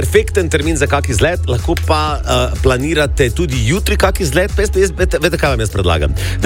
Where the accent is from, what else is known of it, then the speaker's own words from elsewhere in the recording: Styria, Slovenia; accent: Styrian; Jo, to smo mi Štajerci, mi imamo vse napačne naglase. Mi rečemo voda, pri drevi se dobimo. To je pač moj jezik in mi ne znamo vseh teh drugih naglasov, ki jih vi govorite.